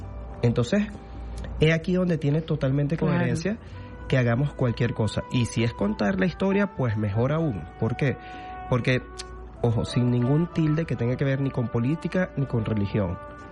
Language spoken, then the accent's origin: Spanish; Venezuela; Nosotros como sociedad venezolana